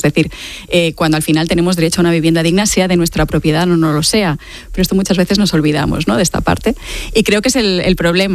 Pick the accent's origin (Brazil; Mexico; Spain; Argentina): Spain; Balearic Islands; moved away as an adult; now in Barcelona, Spain; Yo soy mallorquina, llegué a Barcelona para estudiar la carrera